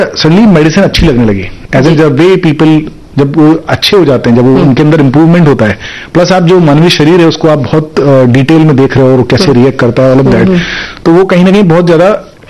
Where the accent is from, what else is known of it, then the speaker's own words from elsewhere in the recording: Konch, Uttar Pradesh, India; accent: Bundelkhandi; moved away as an adult; also born or lived in Gwalior / Lucknow; जब मैं रहने वाला बुंदेलखंड का हूँ, वहीं पढ़ाई पला बड़ा भी वहीं पे हूँ, पढ़ाई भी वहीं से की है। जालौन जिले में एक छोटी सी जगह है कोंच, वहां पे मैंने अपनी 10+2 तक पढ़ाई की, उसके बाद एक साल ग्वालियर था, वहां से लखनऊ आ गए।